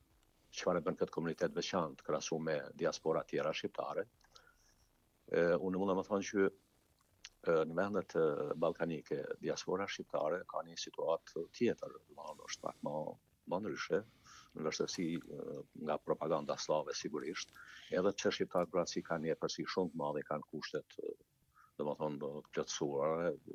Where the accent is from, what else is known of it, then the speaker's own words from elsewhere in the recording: Deçan, Peja District, Kosovo; nga Komuna Deçanin